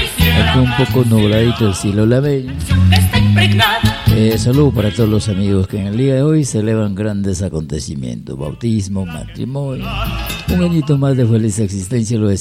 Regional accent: Peru; nosotros como buenos peruanos nos sentimos orgullosos de difundir nuestra música

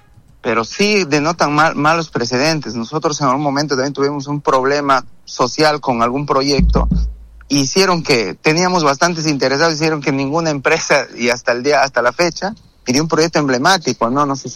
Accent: San Martín, Peru; Yo soy de San Martín, entonces a mí no me gustaría que a mi región le vaya mal.

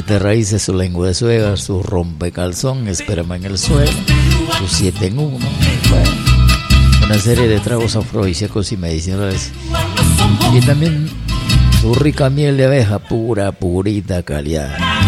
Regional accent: Peru; como buenos peruanos, orgullosos de difundir nuestra música.

